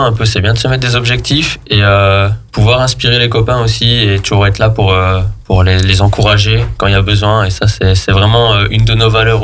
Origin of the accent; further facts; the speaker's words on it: Belgium; moved away as an adult; also born or lived in Savoie; now in Aix, France; 38 ans, moi je viens de Belgique, une fois, on va le faire. En fait ça fait 5 ans que j'habite, 3 ans que j'habite sur Aix, 5 ans en Savoie